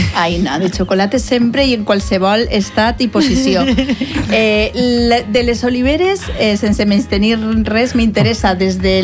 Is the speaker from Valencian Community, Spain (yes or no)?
yes; Vila-real, Valencian Community, Spain; accent: Vila-real speech; now in Valencia, Spain; sóc de València ciutat. Però clar que el meu parlar és de Vila-real